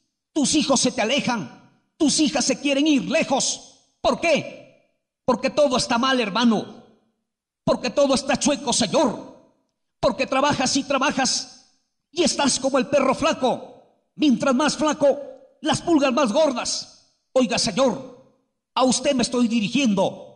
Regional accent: Salas, Penachí, Lambayeque, Peru; somos de San Las Penachí, de San Las Penachí

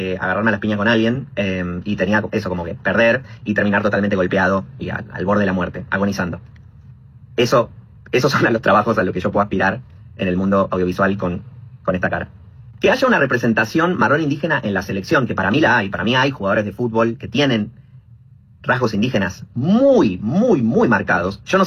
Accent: Argentina; yo soy un argentino marrón, muestro mi perfil, también puedo mostrar ahora mi pelo, mi pelo largo indígena.

